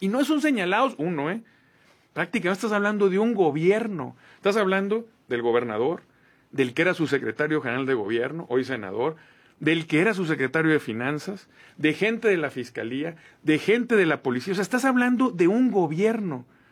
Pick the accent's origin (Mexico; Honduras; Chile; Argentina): Mexico; ¿no nos merecemos como mexicanos poner en riesgo simplemente el Tratado de Libre Comercio?